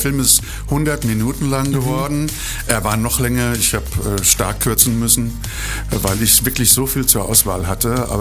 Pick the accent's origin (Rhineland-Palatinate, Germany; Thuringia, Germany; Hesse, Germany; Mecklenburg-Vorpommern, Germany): Rhineland-Palatinate, Germany; Kaiserslautern; moved away as an adult; now in Trippstadt, Germany; ich bin Lauterer, bin in Kaiserslautern geboren, habe 35 Jahre am Messeplatz gelebt und dann bin ich nach Trippstadt ausgewandert und bin trotzdem Lauterer geblieben.